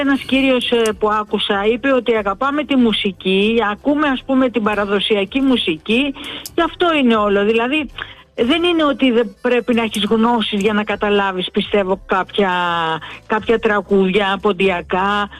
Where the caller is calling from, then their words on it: Korydallos, Attica, Greece; από τον Κορυδαλό